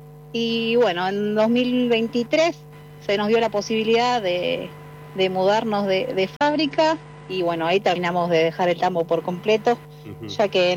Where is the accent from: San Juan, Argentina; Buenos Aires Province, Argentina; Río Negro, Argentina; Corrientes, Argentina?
Buenos Aires Province, Argentina; Mercedes; Pero nosotros no somos de Exaltación de la Cruz, somos de Mercedes. Entonces tenemos una horita de viaje a la planta